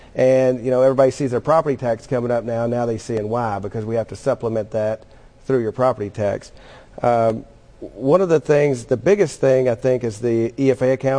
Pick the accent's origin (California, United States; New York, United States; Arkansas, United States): Arkansas, United States; Cecil; I'm from Cecil, Arkansas. I'm a sixth generation